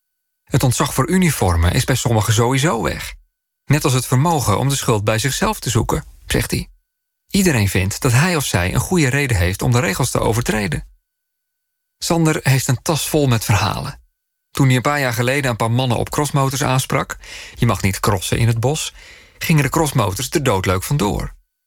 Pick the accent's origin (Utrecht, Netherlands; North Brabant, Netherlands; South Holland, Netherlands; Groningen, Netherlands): Utrecht, Netherlands; Amersfoort; ik kom uit Amersfoort.